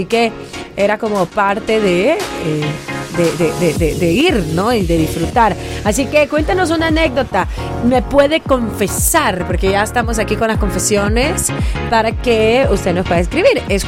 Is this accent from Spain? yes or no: no; Santa Ana, El Salvador; yo soy de Santa Ana, estas fechas son las que más me hacen recordar mi juventud, cuando tenía 16, 17 años